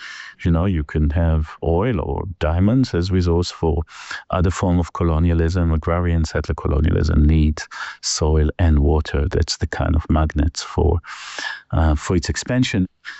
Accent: Haifa, Haifa District, Israel; born and raised in Haifa

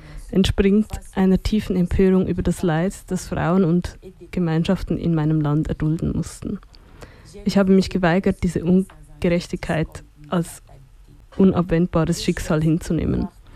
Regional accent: DR Congo; Ich komme aus dem Osten der Demokratischen Republik Kongo, einer Region, die seit mehreren Jahrzehnten unter den dramatischen Folgen bewaffneter Konflikte leidet.

